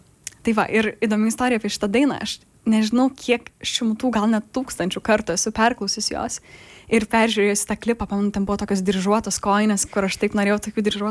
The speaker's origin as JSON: {"language": "Lithuanian", "town": "Vilnius", "region": "Vilnius County", "country": "Lithuania", "tie": "born or raised there", "said": "mano vaikystė buvo Vilniuje."}